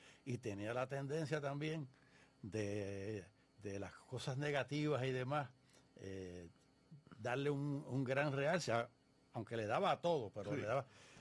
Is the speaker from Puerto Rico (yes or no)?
yes; Puerto Rico